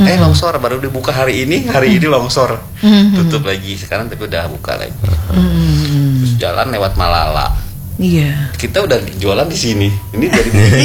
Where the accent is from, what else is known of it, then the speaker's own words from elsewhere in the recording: West Java, Indonesia; now in West Sumatra, Indonesia; Saya kan orang Sunda ya, orang Jawa Barat